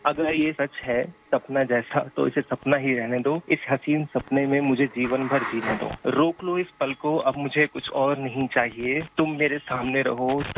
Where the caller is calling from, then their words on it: Jaipur, Rajasthan, India; लाल कोठी के पास, जयपुर से।